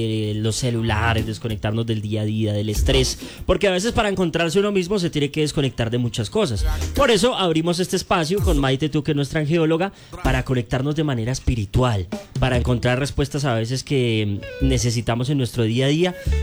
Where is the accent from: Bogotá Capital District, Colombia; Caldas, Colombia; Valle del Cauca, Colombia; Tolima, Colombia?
Bogotá Capital District, Colombia; Bogotá; y yo, que somos rolos de pura cepa.